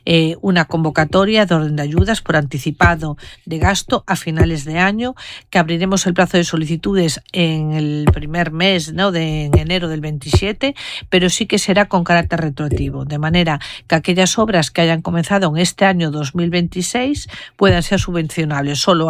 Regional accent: A Coruña, Galicia, Spain; como coruñesa y como gallega

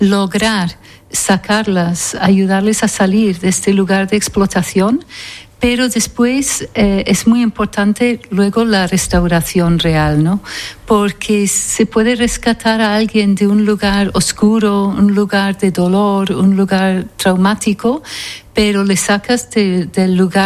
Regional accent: Scotland, United Kingdom; Spanish is a second language; now in Spain; Yo soy originalmente de Escocia. Me crié en Escocia, mi padre era escocés y mi madre noruega, pero ya llevo 42 años aquí en España.

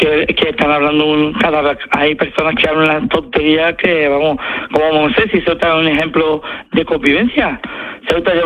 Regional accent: Spain; born there; Yo precisamente soy musulmán y soy español de nacimiento.

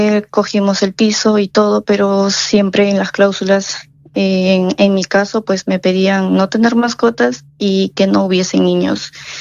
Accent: Peru; moved away as an adult; now in Cantabria, Spain; mi país de origen es Perú.

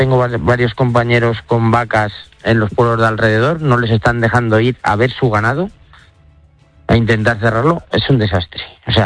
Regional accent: Nava de Jadraque, Castilla-La Mancha, Spain; yo soy de la Nava de Jadraque

